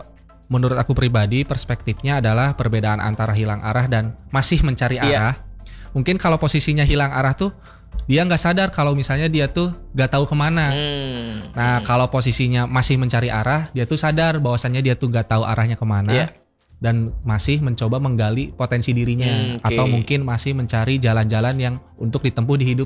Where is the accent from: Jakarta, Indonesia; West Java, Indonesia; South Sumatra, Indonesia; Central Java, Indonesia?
West Java, Indonesia; Majalengka; Aku kan lahir di Majalengka dan besar tumbuh besar juga di Majalengka.